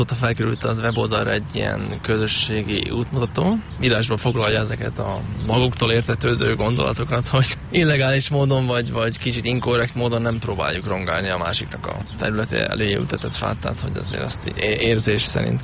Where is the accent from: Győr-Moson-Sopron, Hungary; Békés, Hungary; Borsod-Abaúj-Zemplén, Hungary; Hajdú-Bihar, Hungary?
Győr-Moson-Sopron, Hungary; Győr; moved away as an adult; now in Budapest, Hungary; Győri vagyok. Onnan jött ez a vidéki, kicsit ilyen vidéki mentalitás, és ide ezt így elhoztam magammal.